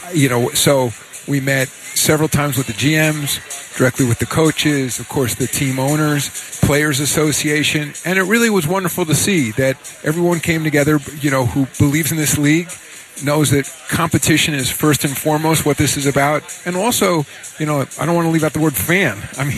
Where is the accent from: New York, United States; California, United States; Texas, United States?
New York, United States; New York City; I'm a New Yorker, you know, so, and I was alive for the last two, you know.